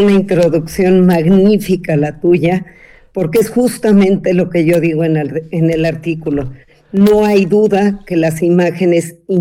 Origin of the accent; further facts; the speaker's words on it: Mexico; Como mexicanos, lo vemos todo el tiempo.